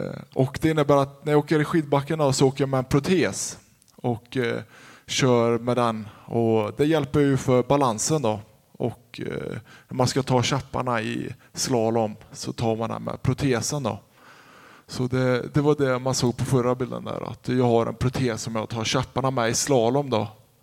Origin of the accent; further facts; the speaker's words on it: Skövde, Västra Götaland County, Sweden; moved away; also born or lived in Åre; jag är uppvuxen i en skidåkande familj. Fast vi kommer från Skövde så började jag åka skidor runt 2-3 år gammal.